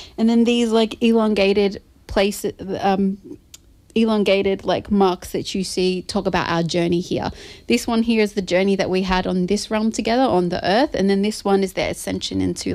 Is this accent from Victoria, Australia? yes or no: yes; Melbourne, Victoria, Australia; also born or lived in Otaki, New Zealand; so I was born in Otaki, New Zealand, which is in the North Island. But I was raised in Melbourne, Australia.